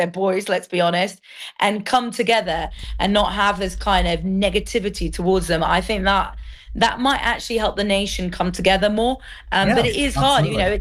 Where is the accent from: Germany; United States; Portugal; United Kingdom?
Portugal; moved away; I'm originally from Portugal